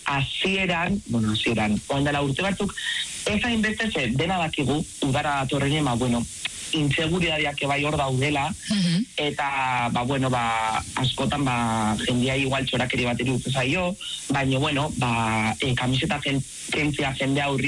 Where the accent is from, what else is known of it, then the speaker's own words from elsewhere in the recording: Zarautz, Basque Country, Spain; Ni Zarauztarra naiz, eta noski Zarautzeko ondartza asko ezagutzen